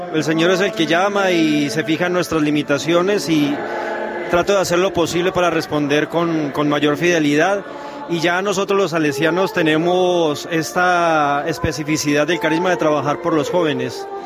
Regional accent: Colombia; moved away as an adult; now in Salta, Argentina; Soy colombiano. Ya llevo 4 años en Salta.

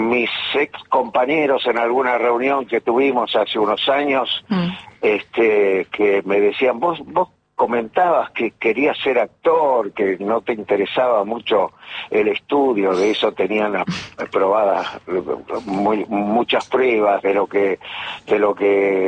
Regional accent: Buenos Aires, Argentina; born there; Nací en el barrio de Versalles.

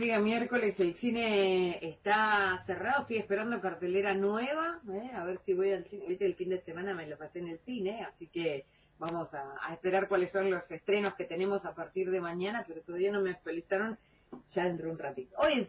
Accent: Patagonia, Argentina; porque somos de la Patagonia

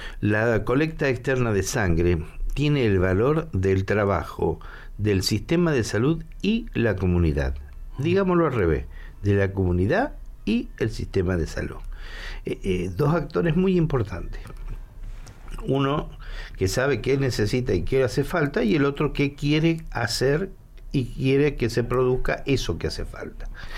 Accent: Argentina

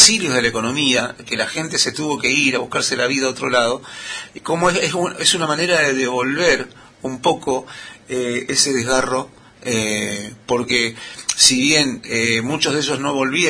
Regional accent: Río Turbio, Santa Cruz, Argentina; born there; Nosotros en mi pueblo tenemos la fortuna de tener justamente una de las repetidoras de Radio Nacional, que es LRA 18, Radio Nacional Río Turbio

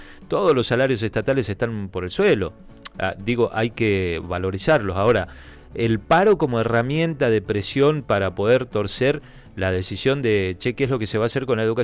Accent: Argentina

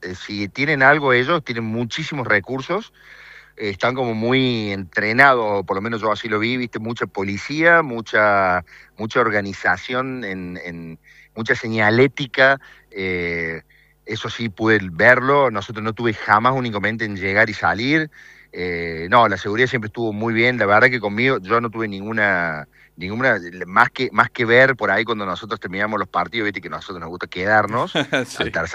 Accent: Argentina; pero bueno, somos todos argentinos y acá nos unimos todos.

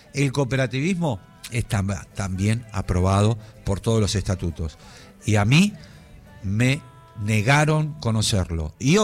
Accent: Buenos Aires, Argentina; Yo tengo 59 pirulos, ¿sí? Estudié en la Escuela Nacional de Comercio número 3, Hipólito Vieites de Caballito.

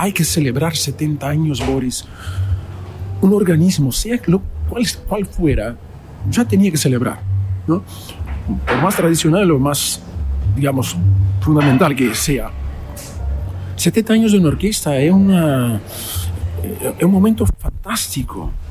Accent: Argentina; Yo siempre digo que nosotros tenemos que hacer música argentina porque somos argentinos

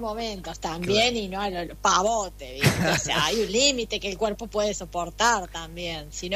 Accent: Córdoba, Argentina; Bueno, como buena cordobesa, ¿qué vamos a hacer? Algo tenía que tener.

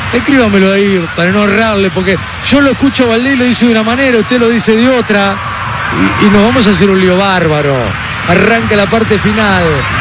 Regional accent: Córdoba, Argentina; Soy cordobés, toca el cordobés para Otamendi.

